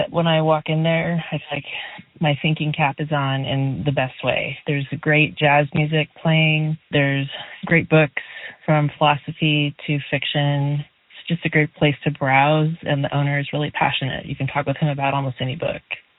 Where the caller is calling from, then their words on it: Portland, Oregon, United States; I'm calling from Portland, Oregon, and I wanted to talk about one of my favorite bookstores, which is Borden Book.